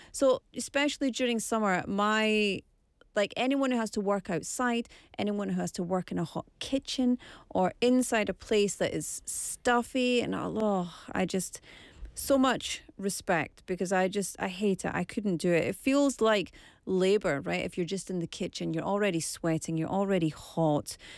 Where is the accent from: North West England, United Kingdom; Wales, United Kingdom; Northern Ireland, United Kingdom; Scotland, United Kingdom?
Scotland, United Kingdom; now in South Korea; as a non-Korean person, as a Scottish person